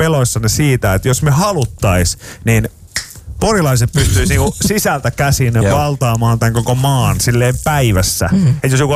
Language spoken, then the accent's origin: Finnish; Pori, Satakunta, Finland; moved away; olemme satakuntalaiset